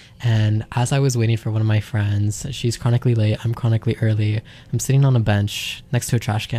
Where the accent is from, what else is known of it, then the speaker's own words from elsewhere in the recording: Ripon, California, United States; my hometown, Ripon, California.